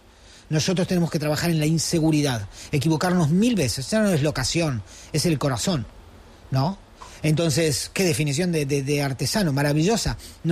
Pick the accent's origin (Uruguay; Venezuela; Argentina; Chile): Argentina; Patagonia; Pero luego vine en mi provincia, yo soy de la Patagonia